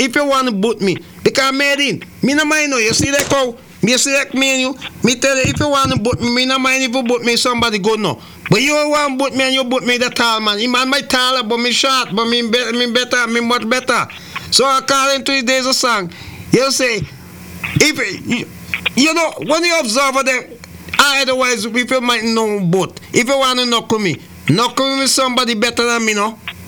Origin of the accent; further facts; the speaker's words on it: St. Kitts & Nevis; My hometown, St. Kitts